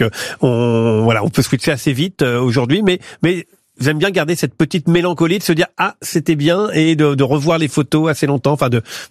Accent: Pont-de-l'Arche, Normandy, France; ma ville natale, Pont de l'Arche, qui est une petite

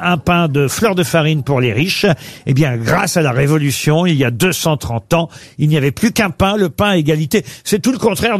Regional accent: Le Havre, Normandy, France; moved away; On disait pas ça chez moi au Havre.

